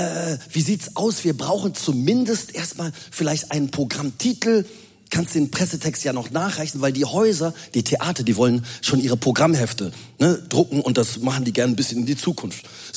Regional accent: Cologne, North Rhine-Westphalia, Germany; Und ich bin ja Rheinländer, das sieht man ja auch. Ne? Ich bin in Köln geboren.

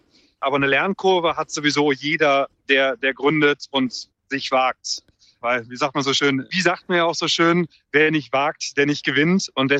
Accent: Cologne, North Rhine-Westphalia, Germany; Und ich bin selber Kölner.

